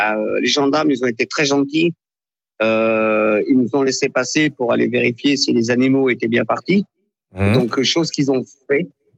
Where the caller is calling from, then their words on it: Lège-Cap-Ferret, Nouvelle-Aquitaine, France; On est à Lesch-Bourg, chemin du Grand Housteau, c'est-à-dire en pleine forêt, en fait. Parce qu'on a un élevage d'animaux.